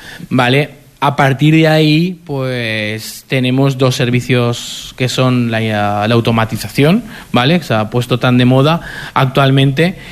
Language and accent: Spanish; Zaragoza, Aragon, Spain; born there; yo quería quedarme afincado ya en Zaragoza, quería quedarme afincado en mi pueblo, quería vivir en el pueblo